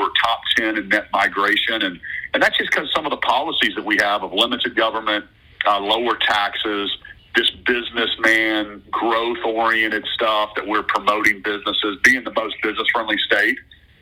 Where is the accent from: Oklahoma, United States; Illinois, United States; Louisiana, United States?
Oklahoma, United States; Norman; And I grew up in Norman and went to Oklahoma State, started a business here.